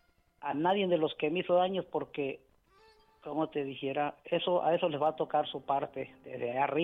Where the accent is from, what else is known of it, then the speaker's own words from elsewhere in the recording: Huetamo, Michoacán, Mexico; allá por los noventas, cuando caminaba por mi pueblo desde Huetamo, desde Purechucho a Huetamo, que son 5 kilómetros